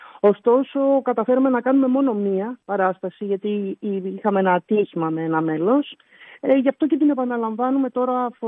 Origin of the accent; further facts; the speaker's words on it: Athens, Attica, Greece; now in Eleftheroupoli, Greece; Εγώ επειδή τυχαίνει και είμαι από την Αθήνα